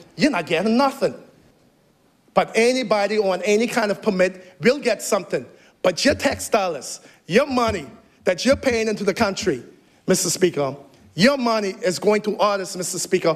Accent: Cockburn Town, Grand Turk, Turks & Caicos Islands; I'm from Turks and Caicos Islands, Grand Turk, Palm Grove, Grand Turk.

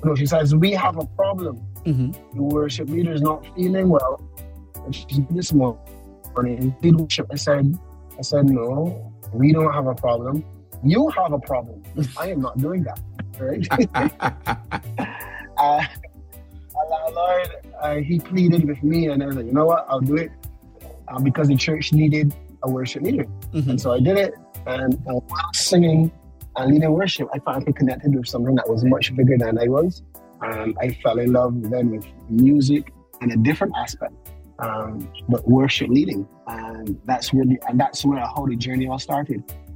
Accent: Barbados; I'm from Barbados.

